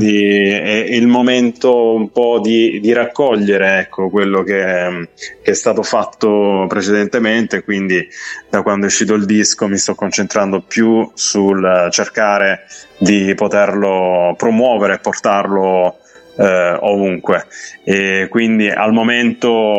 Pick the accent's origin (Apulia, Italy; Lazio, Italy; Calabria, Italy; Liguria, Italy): Apulia, Italy; Vediamo quest'estate magari di riuscire a fare anche qualche live dalle mie parti, dalla provincia di Taranto.